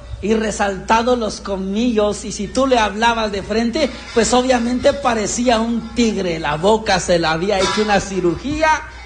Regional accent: Frontera Comalapa, Chiapas, Mexico; en mi pueblo, en Frontera Comalapa

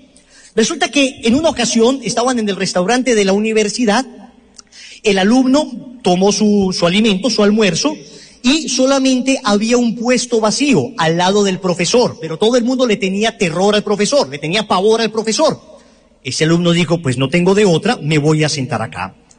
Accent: Colombia; Me parecía, decimos en Colombia, en mi tierra, la repetición de la repetidera.

